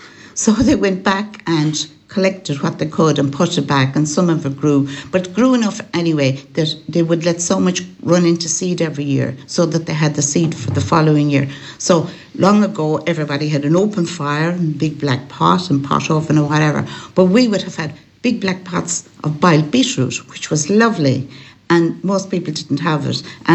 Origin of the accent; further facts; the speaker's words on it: County Galway, Ireland; also born or lived in Tuam; Yes, I'm a Galway girl. I was born in Tuam and I grew up in Bundarra Halina in County Galway, which actually is inside the border of Mayo.